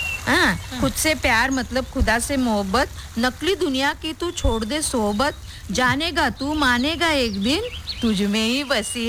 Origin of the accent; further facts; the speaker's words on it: Maharashtra, India; first language Marathi; Hindi is a second language; अरे हम मराठी लोग हैं ना, हमको हिंदी में बात करने में बड़ा अच्छा लगता है. मैं हिंदी में बोलती हूँ.